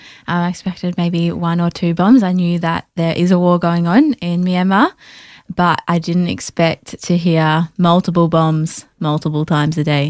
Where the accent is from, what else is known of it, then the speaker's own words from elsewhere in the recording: Ballarat, Victoria, Australia; moved away as an adult; now in Melbourne, Australia; Yeah, I'm from Ballarat and I moved to Melbourne when I was an adult for uni.